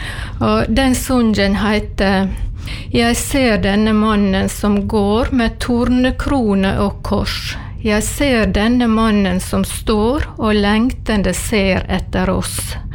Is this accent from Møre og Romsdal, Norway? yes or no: yes; Ulstein, Møre og Romsdal, Norway; now in Giske, Norway; Jeg bor på Giske, men jeg er egentlig fra Ulstein. Jeg bodde på Giske i snart 50 år.